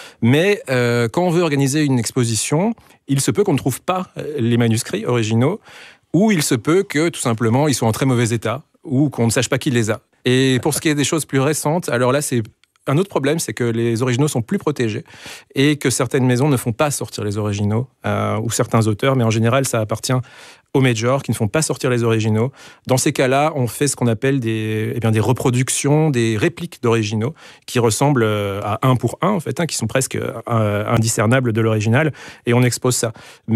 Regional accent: Belgium; nous sommes belges.

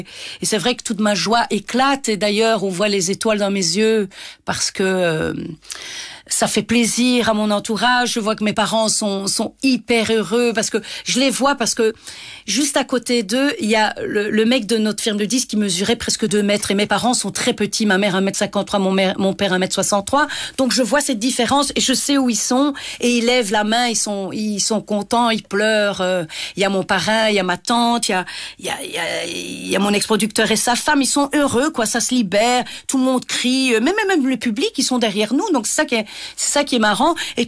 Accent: Liège, Wallonia, Belgium; On vient de Liège, on est dans une petite ville, mes parents sont avec nous

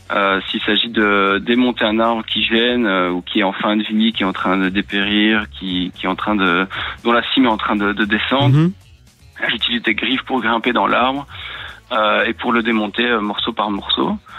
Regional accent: Virton, Wallonia, Belgium; now in Montgodinne, Belgium; Alors, effectivement, j'habite à Montgodine, mais je suis originaire de Virton.

